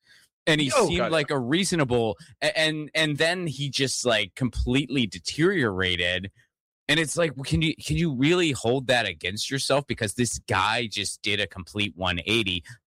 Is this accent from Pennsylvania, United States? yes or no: yes; Pennsylvania, United States; I am from Western Pennsylvania.